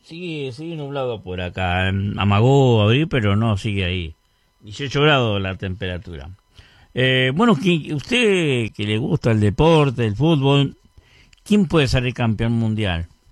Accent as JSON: {"language": "Spanish", "country": "Uruguay", "said": "Yo confío en nuestro país, por supuesto, soy uruguayo, ¿no?"}